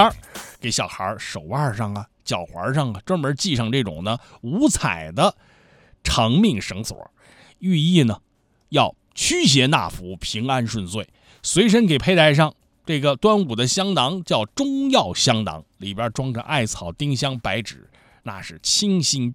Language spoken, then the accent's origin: Chinese; China; 我们中国人对于夏日安康美好的种种期许